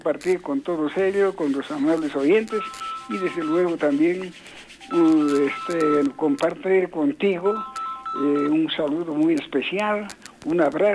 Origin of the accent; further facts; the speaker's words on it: San Pedro de Buena Vista, Potosí, Bolivia; Yo también soy de San Pedro de Buena Vista, le dije.